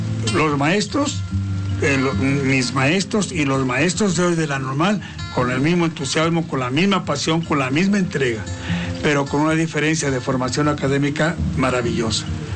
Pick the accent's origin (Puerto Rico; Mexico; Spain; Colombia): Mexico; Chignahuapan, Puebla; born there; moved away; also born or lived in Zacatlán / Libres / Oriental; mi pueblo, en Chignahuapan